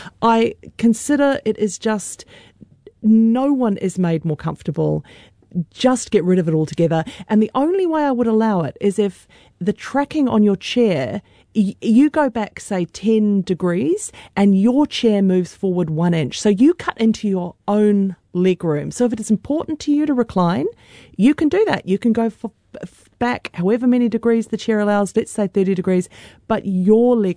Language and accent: English; Christchurch, Canterbury, New Zealand; I grew up in Christchurch, driving down Memorial Drive when those Awapuni cherries are blossom.